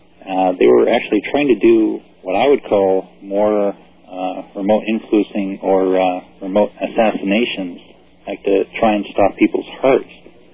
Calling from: Canada; I'm in Canada.

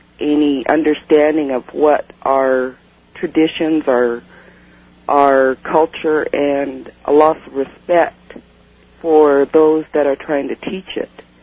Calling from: Idaho, United States; I'm from Idaho.

